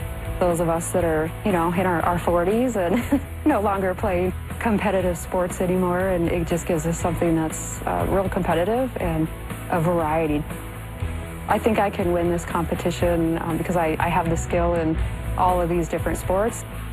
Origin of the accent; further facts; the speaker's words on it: Billings, Montana, United States; I grew up in Billings, Montana, and enjoyed sports since I was a little kid.